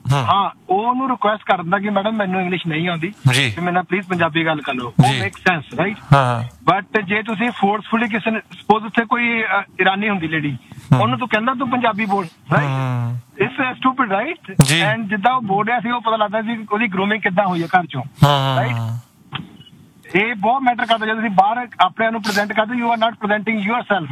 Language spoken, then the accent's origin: Punjabi; Punjab, India; ਮੈਂ ਵੀ ਪੰਜਾਬੀ ਹਾਂ